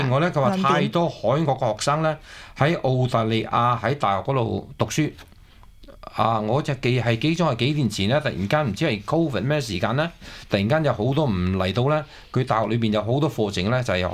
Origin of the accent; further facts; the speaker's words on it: China; 真係我哋中國人嘅